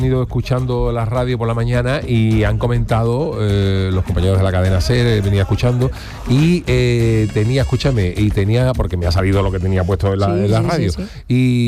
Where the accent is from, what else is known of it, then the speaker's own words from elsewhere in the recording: Cádiz, Andalusia, Spain; Entonces ya hablamos con el tío, nosotros somos de Cádiz, nos dio el micrófono